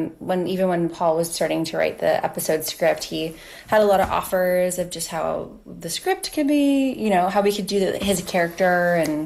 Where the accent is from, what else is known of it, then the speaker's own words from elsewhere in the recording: Calgary, Alberta, Canada; moved away; Yeah, I was born and raised in Calgary